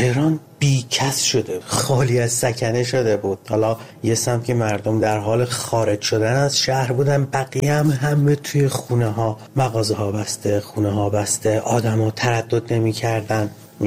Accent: Ahvaz, Khuzestan, Iran; من کودکیم رو توی جنگ گذروندم، اهواز، و در تمام طول 8 سال جنگ من با این سیر افزایشی بمباران‌ها بزرگ می‌شدم.

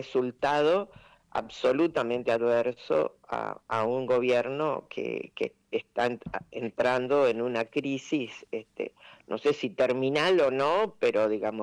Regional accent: Argentina; lo que somos como argentinos y argentinas

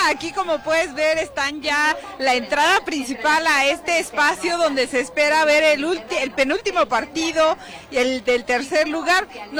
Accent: Mexico; y Michelle, pues así somos los mexicanos, festivos.

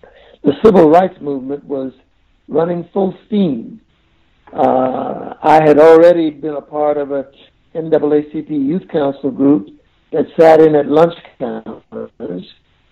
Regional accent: the South, United States; I mean, I was a kid from the South. And here I was in Iowa

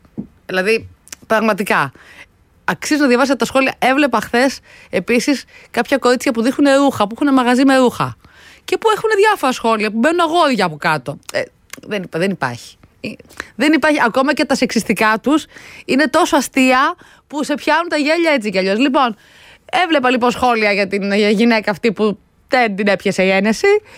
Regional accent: Greece; σαν Έλληνες.

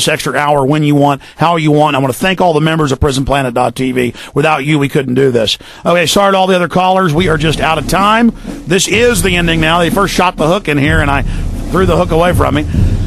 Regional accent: Dallas, Texas, United States; And I have found, and growing up in Dallas, people really, especially the rednecks

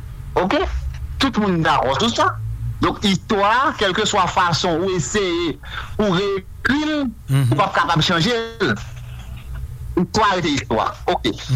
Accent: Haiti; moved away; moi, dit je suis Haïtien. Et puis, montrer le passeport, le passeport haïtien

